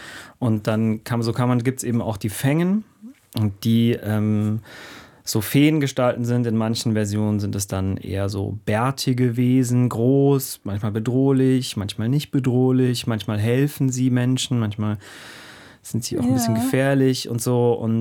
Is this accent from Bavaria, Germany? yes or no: yes; Bavaria, Germany; Zwischen München und Garmisch-Partenkirchen. Genau, also ziemlich genau dazwischen